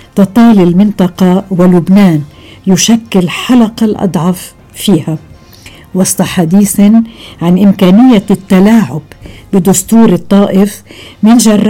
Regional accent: Lebanon; نتساءل كلبنانيين

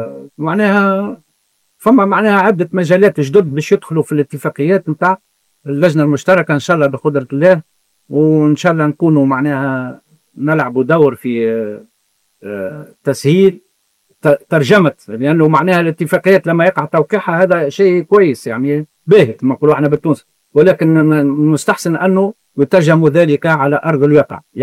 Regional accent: Tunisia; احنا من تونس

